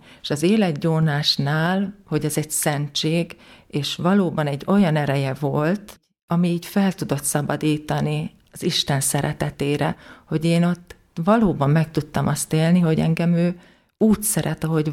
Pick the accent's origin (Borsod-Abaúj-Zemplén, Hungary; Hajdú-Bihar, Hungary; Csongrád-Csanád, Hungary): Borsod-Abaúj-Zemplén, Hungary; moved away as an adult; now in Budapest, Hungary; Borsodban, egy kis faluban születtem, Aktelek mellett, egy nagyon picike, 400 lélek számú faluból származom, és egy református családban születtem. Édesanyám katolikus, de édesapám református